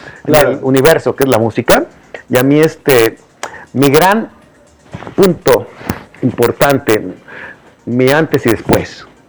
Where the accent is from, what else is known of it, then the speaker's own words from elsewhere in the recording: Torreón, Coahuila, Mexico; Yo soy de Torreón, llegué sin conocer a nadie, me contrató Marco Flavio.